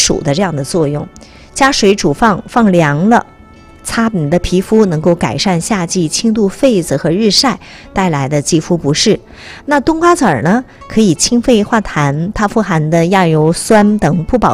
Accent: China; 我们中国人

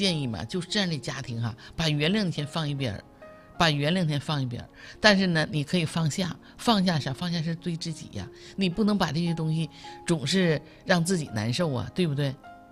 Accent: Northeast China, China; 我们东北人

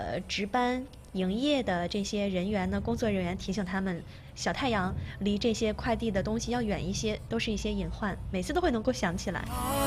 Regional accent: Northeast China, China

